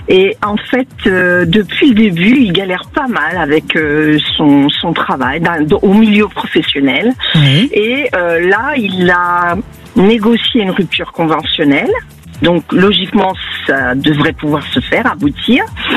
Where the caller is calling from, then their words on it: Hauts-de-France, France; je vous appelle de l'Oise